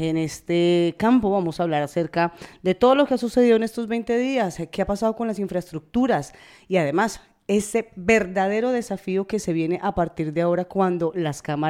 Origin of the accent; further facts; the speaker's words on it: Colombia; moved away; nosotros como colombianos